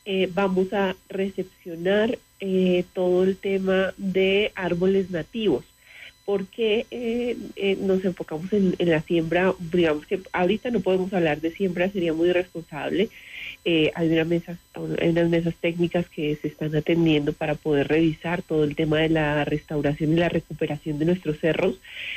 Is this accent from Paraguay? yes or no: no; Boyacá, Colombia; porque hemos mostrado lo que somos como boyacenses